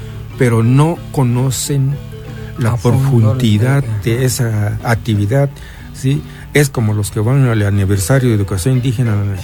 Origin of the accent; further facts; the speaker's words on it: Mixteca, Mexico; moved away; allá en la Mixteca, pues precisamente en mi pueblo